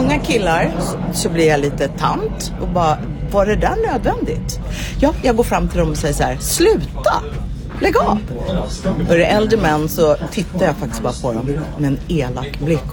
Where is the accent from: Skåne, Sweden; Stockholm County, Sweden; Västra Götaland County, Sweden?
Stockholm County, Sweden; Stockholm; Jag tycker att det är en skitsnygg låt och den representerar mig som stockholmare.